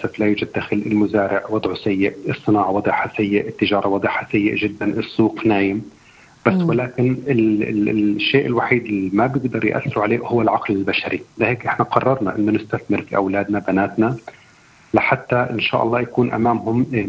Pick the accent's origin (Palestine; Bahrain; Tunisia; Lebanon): Palestine